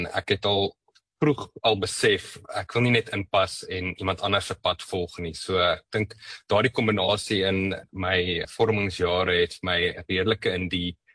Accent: Johannesburg, Gauteng, South Africa; Ek het in Johannesburg groot geword in 'n huis waar werk en dissipline en verantwoordelikheid belangrik was.

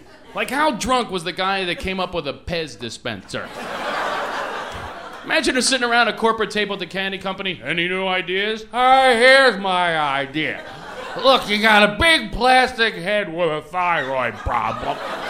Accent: Philadelphia, Pennsylvania, United States; I grew up in Philadelphia. That's a tough neighborhood.

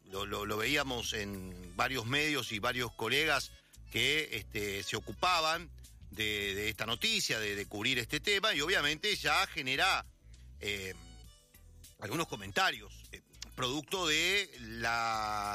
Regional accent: Juan Lacaze, Colonia, Uruguay; born there; ya varias generaciones nacimos en Juan Lacase, así dicen nuestros documentos, así que como lacasinos nos presentamos ante el mundo.

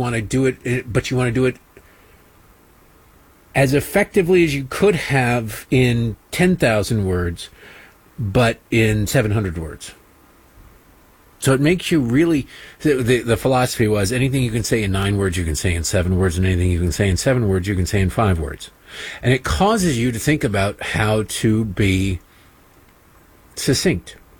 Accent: Detroit, Michigan, United States; Look, I'm from Detroit. We're not exactly a storied history.

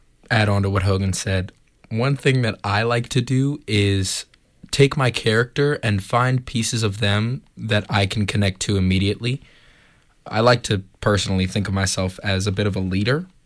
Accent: New York City, New York, United States; I am from New York City.

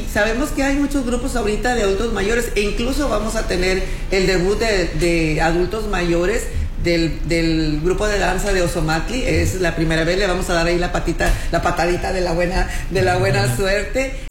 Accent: Mexico; Siempre he dicho que no somos mexicanos nada más en septiembre, somos mexicanos todo el año

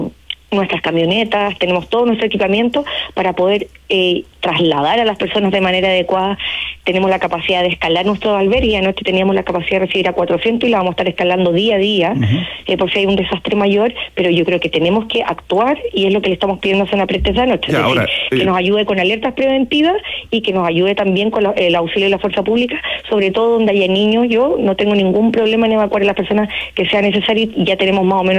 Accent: Chile

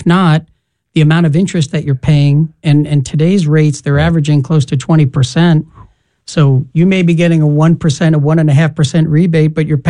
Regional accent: New York City, New York, United States; And so, I grew up in the Bronx, New York. My father was a bus driver for the New York City Transit Authority for 35 years.

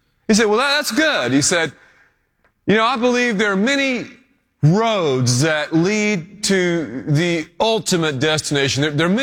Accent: Texas, United States; No, we're from Texas.

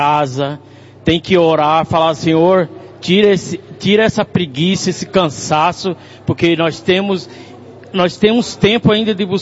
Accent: Diadema, São Paulo, Brazil; Eu venho de Diadema.

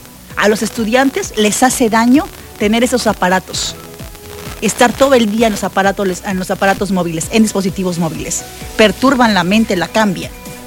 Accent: Poza Rica, Veracruz, Mexico; Hablo de Veracruz porque soy veracruzana, porque soy pozarricense y porque me duele.

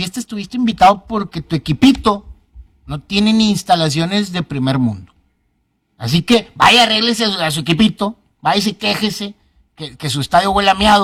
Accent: Mexico; ese día, no, no, nos estábamos muriendo nosotros como mexicanos.

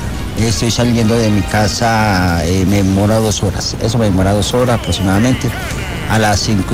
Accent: Pereira, Risaralda, Colombia; Yo soy pereirano. Yo siempre he vivido acá, llevo 15 años vendiendo café aquí en esta esquina, todos los días.

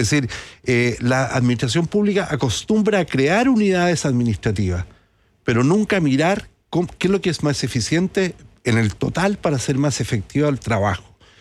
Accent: Santiago, Santiago Metropolitan Region, Chile; No sé, yo soy de Santiago, pero me tocó visitar mucho las regiones cuando yo era autoridad.

